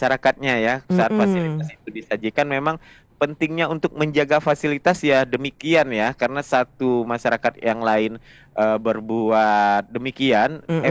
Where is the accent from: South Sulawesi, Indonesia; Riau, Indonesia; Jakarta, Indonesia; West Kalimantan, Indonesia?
West Kalimantan, Indonesia; Sambas; saya sebagai orang Sambas